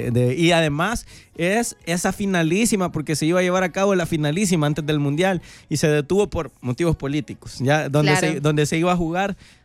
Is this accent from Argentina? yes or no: yes; Argentina; Veamos, pero no, yo Argentina.